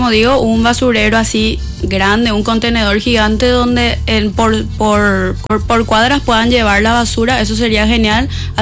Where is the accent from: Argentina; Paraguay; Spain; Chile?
Paraguay; Luque, Central; born there; Yo soy luqueña de corazón, luqueña de nacimiento, amo mi pueblo